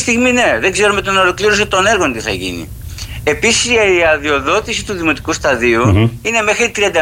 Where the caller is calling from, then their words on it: Zakynthos, Ionian Islands, Greece